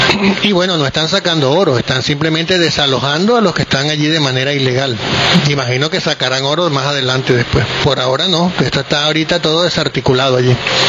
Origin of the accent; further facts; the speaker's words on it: Venezuela; como somos los venezolanos